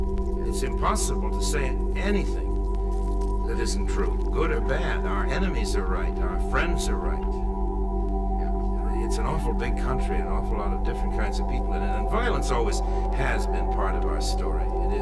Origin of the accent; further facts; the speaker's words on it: England, United Kingdom; English didn't do to that island right next door to them, to the Irish, for a period of 700 years, and we're English.